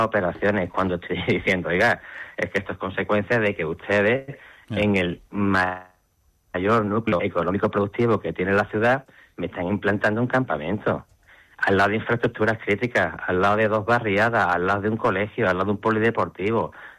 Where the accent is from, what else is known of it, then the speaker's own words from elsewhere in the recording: Ceuta, Spain; parece aquí que al final el presidente viva o somos los ceutíes los responsables de esta invasión, y ya está bien, ¿no? Porque el pueblo de Ceuta lo que necesita son soluciones y respuestas